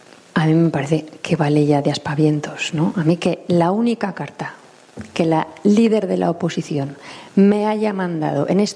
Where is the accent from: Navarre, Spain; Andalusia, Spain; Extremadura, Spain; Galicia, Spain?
Navarre, Spain; Yo me siento navarra.